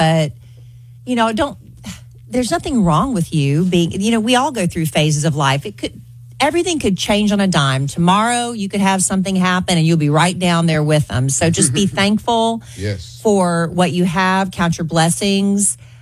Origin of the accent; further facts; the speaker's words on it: United States; born there; But like, I'm very, very thankful that I was born in America.